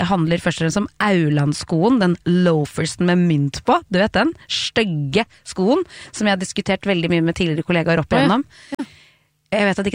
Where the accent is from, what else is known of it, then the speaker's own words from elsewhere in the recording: Oslo, Norway; hyggelig for at jeg jo vokst opp ved siden av, jeg ser jo Bislett stadion så fra mitt vindu før.